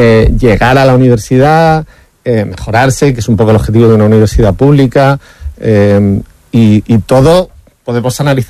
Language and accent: Spanish; Almería, Andalusia, Spain; mi adolescencia, de mi infancia en Almería, que era incluso casi peor que Madrid, porque era mucho más la periferia de la periferia de la periferia.